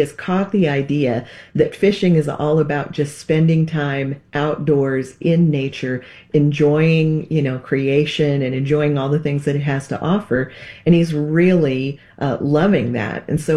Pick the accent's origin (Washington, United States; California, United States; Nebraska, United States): Nebraska, United States; born or raised there